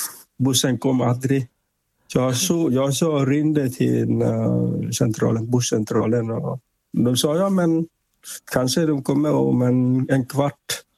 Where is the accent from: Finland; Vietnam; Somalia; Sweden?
Vietnam; Swedish is a second language; han jobbar då i huvudstad i Hanoi, och sen jag kommer från Melestra område.